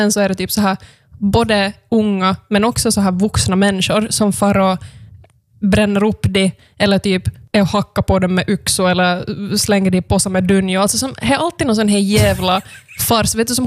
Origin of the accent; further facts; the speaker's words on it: Jakobstad, Ostrobothnia, Finland; born there; moved away; vi flyttade från Jeppis